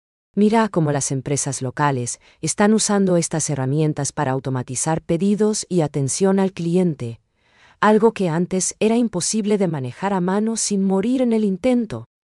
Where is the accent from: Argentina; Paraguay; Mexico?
Paraguay